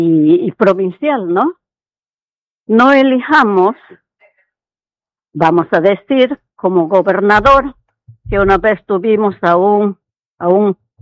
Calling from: Peru

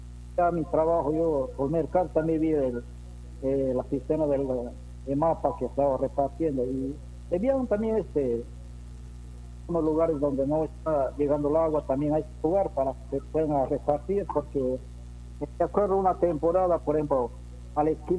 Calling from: Peru; Estoy llamando de acá, del Centro Popular Huayco. Del Tirón o Viracocha.

